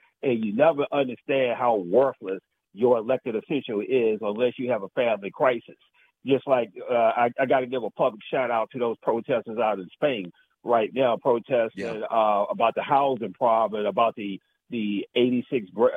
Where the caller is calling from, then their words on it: Washington, District of Columbia, United States